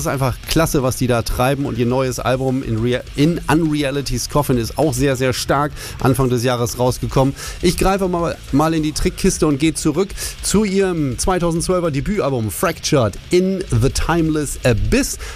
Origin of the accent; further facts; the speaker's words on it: Oldenburg, Lower Saxony, Germany; als Oldenburger ist das doof.